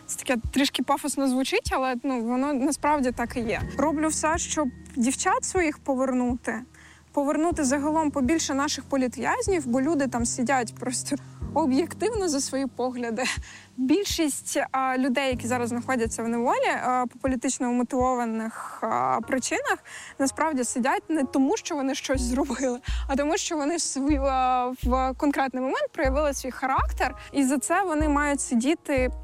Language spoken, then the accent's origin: Ukrainian; Crimea, Ukraine; А Гіркіну, який винен в смерті, по-перше, в окупації мого рідного Криму, окупації Донеччини, Луганщини, збитті Боїнга